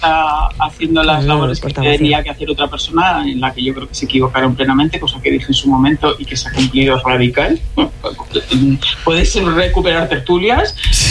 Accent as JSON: {"language": "Spanish", "country": "Spain", "said": "yo me sentí aludida como ciudadana, como española"}